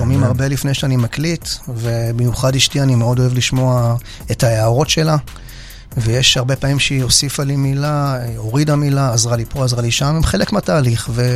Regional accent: Central Israel, Israel; אני גדלתי פה לא רחוק דרך אגב, יותר המרכז.

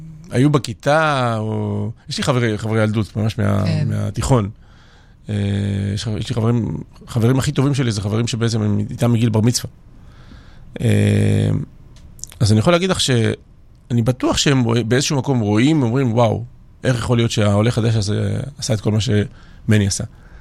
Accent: Georgia; now in Israel; טוב, אז בתור ילד בגיאורגיה, לפני שעליתי לארץ, הייתי תלמיד מצטיין.

